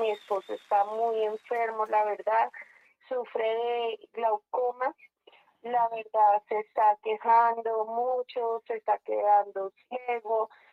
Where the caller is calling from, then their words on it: Buenavista, Boyacá, Colombia; Yo solo estoy llamando desde acá, de Buenavista, Boyacá.